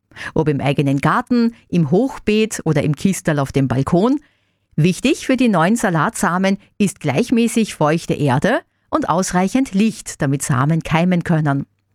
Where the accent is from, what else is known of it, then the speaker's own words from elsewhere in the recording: Austria; Erstaunlicherweise werden Wörter, die wir ganz selbstverständlich bei uns in Österreich verwenden, über viele Jahre immer noch gebraucht.